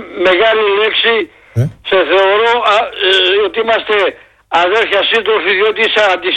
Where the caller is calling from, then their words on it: Central Macedonia, Greece